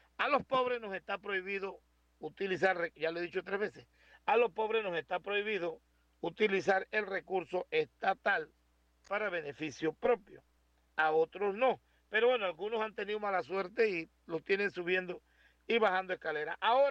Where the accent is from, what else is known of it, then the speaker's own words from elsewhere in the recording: Panama; Soy un panameño, siempre compro el tanque de 25 libras. Estoy clarito como panameño